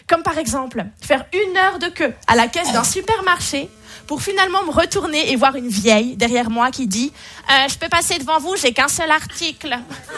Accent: Switzerland

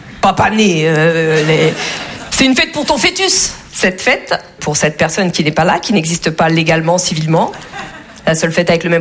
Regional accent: Russia; Oh, j'ai dit, bon, non, moi, je suis russe, ça me dérange pas.

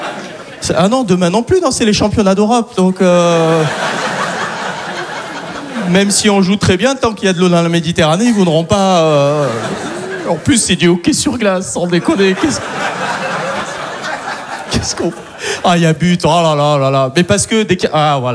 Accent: Algeria; Non, je suis content d'être algérien. Et je le dis d'ailleurs allègrement que je suis algérien.

